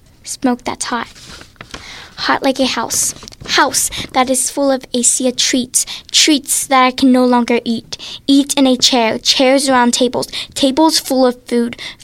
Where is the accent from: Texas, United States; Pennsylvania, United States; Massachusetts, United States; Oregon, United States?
Pennsylvania, United States; Pittsburgh; I'm from the north side.